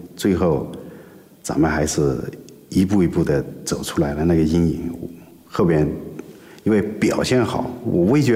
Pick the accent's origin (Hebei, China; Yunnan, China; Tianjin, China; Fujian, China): Yunnan, China; 我就出生在这样一个小山村里面，当时有60多户人家吧，很小，现在已经有200多。